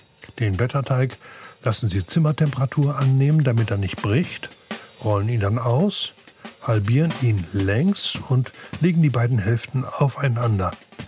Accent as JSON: {"language": "German", "region": "Northern Germany", "country": "Germany", "said": "als Norddeutsche"}